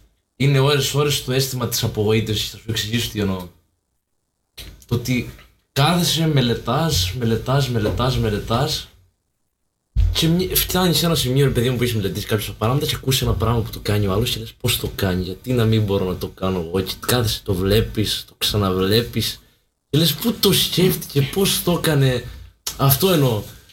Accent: Piskokefalo, Crete, Greece; Ιδανικά στον τόπο μου. Και συγκεκριμένα θα μου άρεσε πάρα πολύ να παίξω στο Πισκοκέφαλο στη Θητεία.

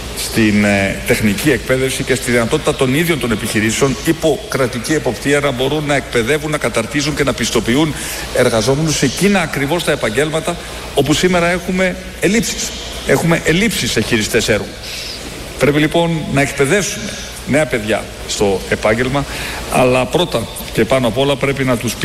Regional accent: Greece; εμείς ως Ευρωπαίοι, όχι απλά ως Έλληνες

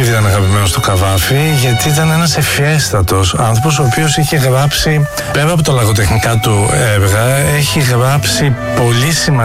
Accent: Peloponnese, Greece; born there; also born or lived in Athens; Γεννήθηκα στην Αρκαδία, αλλά έζησα ένα μεγάλο μέρος της ζωής μου εδώ στην Αθήνα

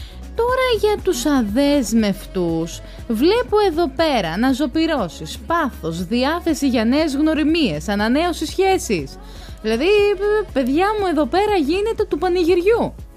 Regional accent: Aliveri, Central Greece, Greece; Διότι είμαστε από χωριό. Είμαστε από το Αλιβέρι. Είμαστε αρβανίτες.

